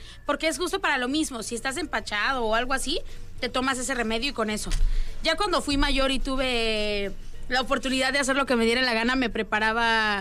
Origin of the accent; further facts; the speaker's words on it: Mexico; Así somos los mexicanos